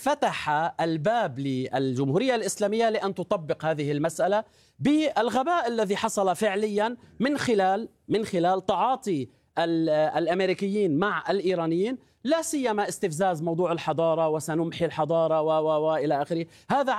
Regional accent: Lebanon; أنا بضيعتي بكرة في 129 شهيد لبناني شيعوا.

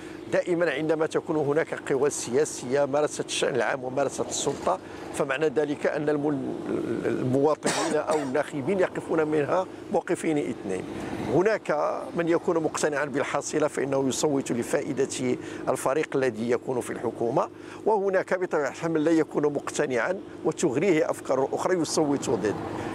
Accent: Morocco; عندنا في المغرب

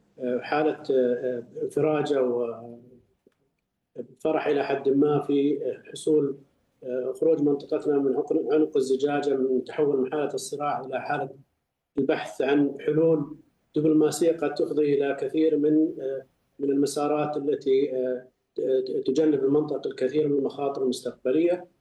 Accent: Riyadh, Riyadh Province, Saudi Arabia; بما أني من الرياض

